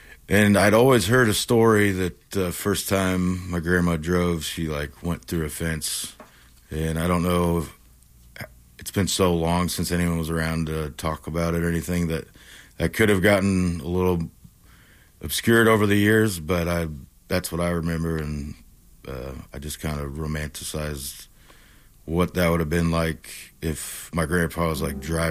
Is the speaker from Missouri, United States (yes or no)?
yes; Kansas City, Missouri, United States; born or raised there; also born or lived in Raleigh, North Carolina; now in New Orleans, United States